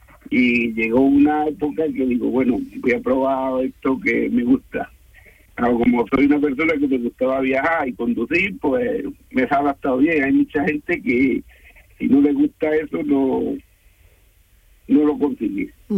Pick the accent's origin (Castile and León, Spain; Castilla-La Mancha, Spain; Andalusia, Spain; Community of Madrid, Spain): Andalusia, Spain; Almuñécar; Yo soy de la costa tropical, yo soy de Almuñeca.